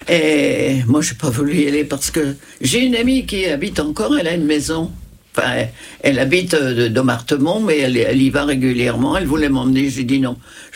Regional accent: France; je suis une Française qui rapatrie ses enfants.

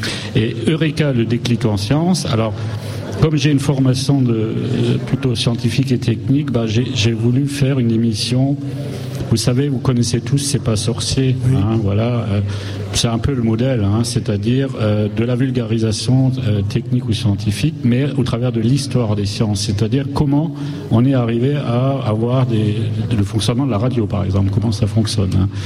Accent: Grand Est, France; moved away as an adult; now in Lorraine, France; alors je viens d'Alsace

